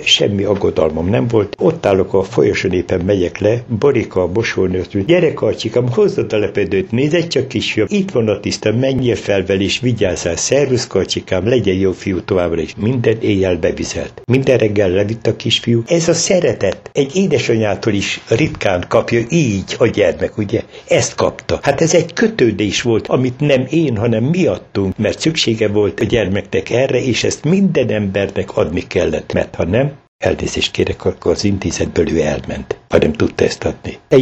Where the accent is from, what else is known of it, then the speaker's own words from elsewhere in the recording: Pocsaj, Hajdú-Bihar, Hungary; moved away; éhségem még mindig nagy volt az iránt, a föld iránt, amelyik engem felnevelt, az otthon iránt, Pocsa iránt.